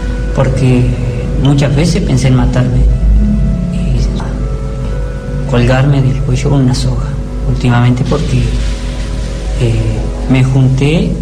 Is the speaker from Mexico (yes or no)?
no; Alvear, Argentina; soy de Alvear.